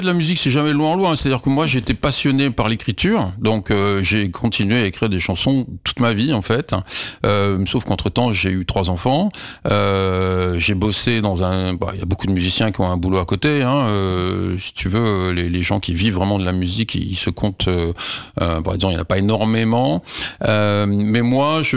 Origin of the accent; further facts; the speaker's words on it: France; nous on est français